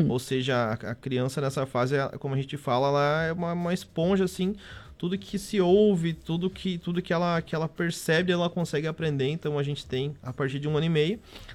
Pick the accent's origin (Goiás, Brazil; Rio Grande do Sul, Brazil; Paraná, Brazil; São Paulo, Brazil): Rio Grande do Sul, Brazil; Santa Rosa; A gente é de Santa Rosa, no Rio Grande do Sul.